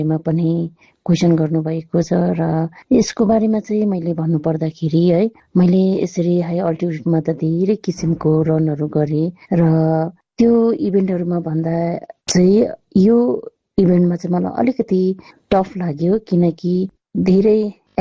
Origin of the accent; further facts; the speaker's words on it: Sikkim, India; आफूले आफ्नो स्टेटलाई सिक्किमलाई रिप्रेजेन्ट गर्न पाउँदाखेरि